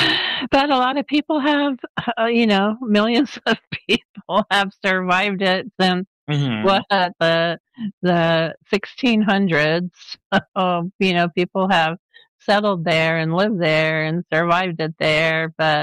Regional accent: Los Angeles, California, United States; So I grew up in Los Angeles where we didn't really have extremes of temperatures that much.

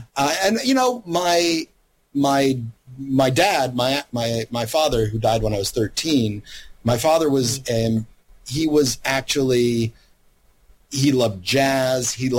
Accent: Louisiana, United States; I grew up mostly in Louisiana.

